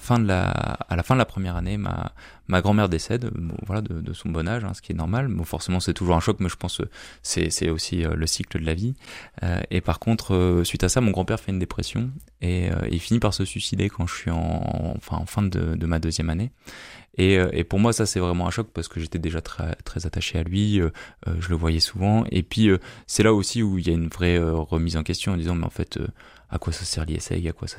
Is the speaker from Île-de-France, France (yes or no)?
no; Tourcoing, Hauts-de-France, France; Alors moi, j'ai grandi à Tourcoing, dans une famille qui avait des racines chrétiennes. J'ai été baptisé, j'étais à l'école catholique à Tourcoing, puis à Lille à Saint-Paul.